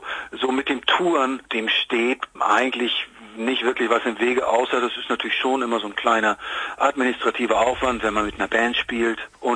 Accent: Hamburg, Germany; Und ich meine, ich komme ja aus Hamburg, hier gibt es ja jede Menge Clubs genau in dieser Größenordnung

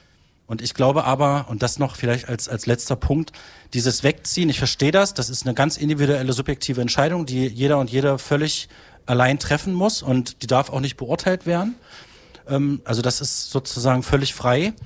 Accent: Halberstadt, Saxony-Anhalt, Germany; born or raised there

